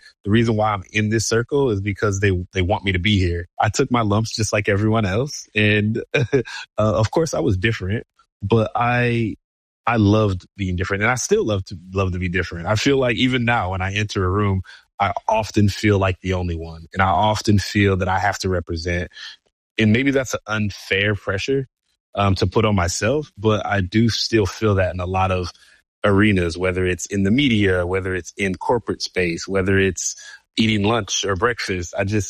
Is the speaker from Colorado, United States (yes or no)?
no; Detroit, Michigan, United States; I grew up in the Bad Boys Pistons era in Detroit, and there was a lot of basketball courts around.